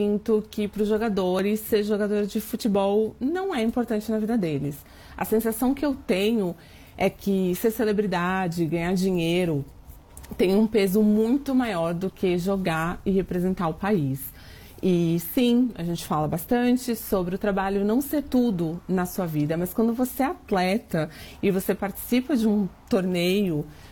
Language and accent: Portuguese; Melbourne, Victoria, Australia; tenho 43 anos, sou de Melbourne e trabalho como redatora de conteúdo.